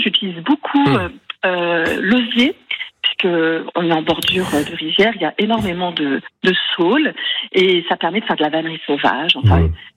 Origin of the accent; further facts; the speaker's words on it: Ecuador; moved away; Et puis j'ai vécu mon enfance en Amérique du Sud, en Équateur, le pays de la Pachamama, dans une grande ferme avec moutons, alpagas.